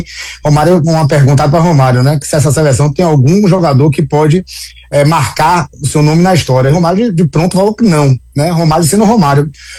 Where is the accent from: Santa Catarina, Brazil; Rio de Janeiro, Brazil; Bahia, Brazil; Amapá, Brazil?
Bahia, Brazil; A gente é da Bahia